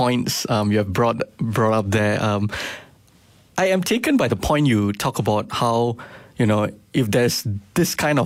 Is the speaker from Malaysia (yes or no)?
yes; Malaysia; especially as an Indian person in this country.